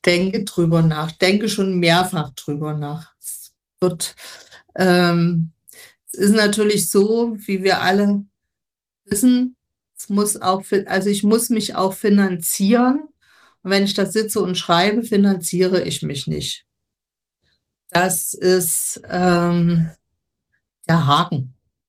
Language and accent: German; Dresden, Saxony, Germany; Ich komme ja aus Dresden und da ist die Sächsische Schweiz.